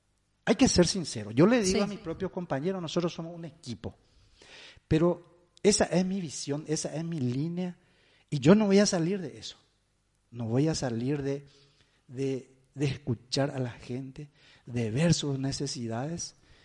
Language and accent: Spanish; Juan León Mallorquín, Alto Paraná, Paraguay; now in Itá, Paraguay; desde esa época tengo residencia en la ciudad de Itá, soy oriundo de Juan León Mallorquín, Alto Paraná.